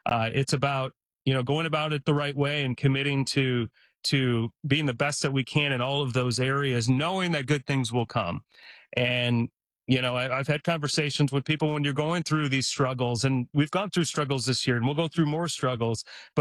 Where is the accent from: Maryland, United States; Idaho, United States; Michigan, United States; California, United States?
Michigan, United States; Detroit; I grew up in Detroit, and I'm a Lions fan.